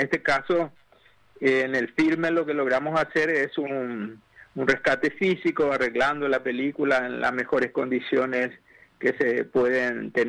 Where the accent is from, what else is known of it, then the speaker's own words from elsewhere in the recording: Paraguay; nos identifica muy bien como paraguayos